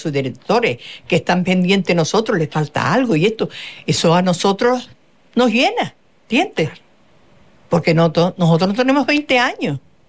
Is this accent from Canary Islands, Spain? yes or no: yes; El Cotillo, Canary Islands, Spain; Porque yo soy, por ejemplo, del Cotillo.